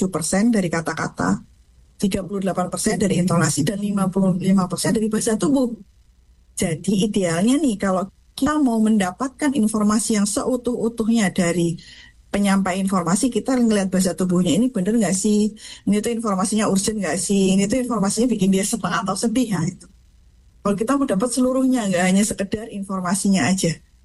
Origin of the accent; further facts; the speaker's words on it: Java, Indonesia; Kalau mungkin saya orang Jawa di situ kaget gitu ya